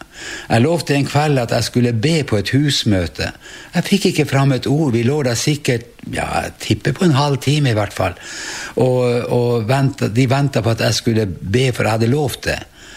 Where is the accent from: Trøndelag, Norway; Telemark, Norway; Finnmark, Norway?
Finnmark, Norway; Vestre Jakobselv; Jeg kommer ifra Finnmark, nærmeste byen er Vadsø, og bygda er Vestre Jakobselv.